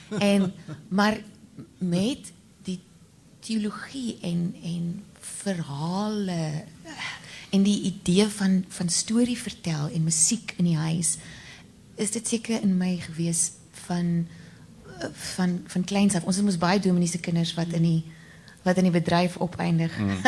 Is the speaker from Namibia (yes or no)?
yes; Namibia; also born or lived in Namaqualand / Stellenbosch; Ek het groot geword in Namibië en Namakwaland, alhoewel ek hier gebore is in Stellenbosch.